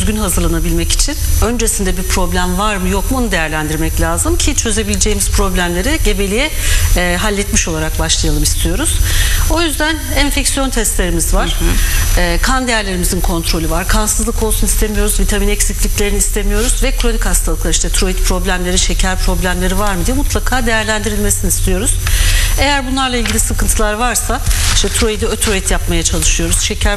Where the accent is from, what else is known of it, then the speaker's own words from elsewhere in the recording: Samsun, Turkey; moved away as an adult; now in Aydın, Turkey; 1968 Samsun doğumluyum. İlk orta lise ve üniversite eğitimimi Samsun'da tamamladım. Sonra ihtisasımız Manisa Celal Bayar Üniversitesi. Sonrasında mecbur hizmet Hatay, Manisa, tekrar Aydın derken yaklaşık 10 küsur yıldır da Aydın'da